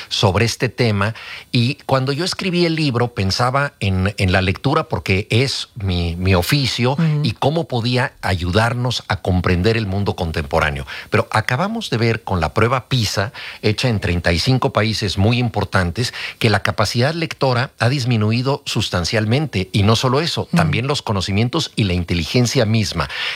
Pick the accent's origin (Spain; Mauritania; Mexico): Mexico; lo digo como mexicano